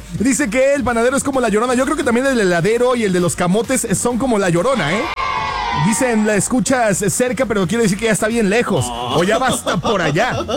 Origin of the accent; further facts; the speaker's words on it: Mexico; No, hombre, qué buenos sonidos y qué cosa, qué identidad nos dan como mexicanos.